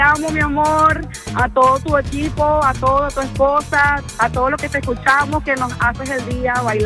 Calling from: Austin, Texas, United States

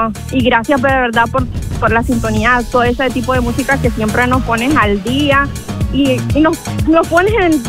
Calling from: Miami, Florida, United States; Aquí de Miami.

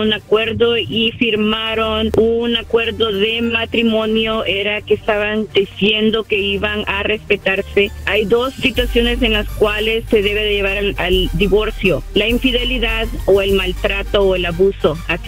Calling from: San Fernando Valley, California, United States; de San Valley.

